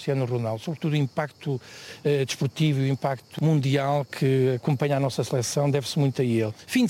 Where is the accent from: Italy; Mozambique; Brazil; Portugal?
Portugal; Custa-me como português não reconhecer as qualidades que eles têm